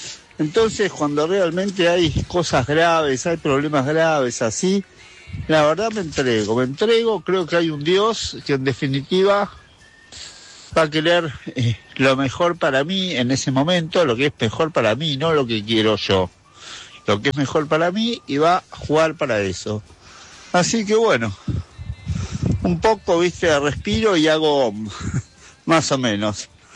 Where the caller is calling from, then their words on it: Martínez, Buenos Aires Province, Argentina; de Martínez